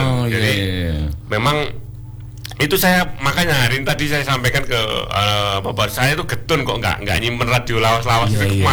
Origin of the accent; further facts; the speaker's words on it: Mojokerto, East Java, Indonesia; born there; Saya lupa cerita tentang apa, kepada RRI di Mojokerto. Saya kelahiran Mojokerto.